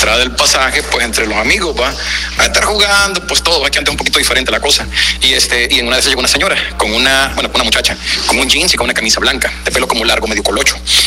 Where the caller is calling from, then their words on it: Santa Ana, El Salvador; Soy de Santa Ana.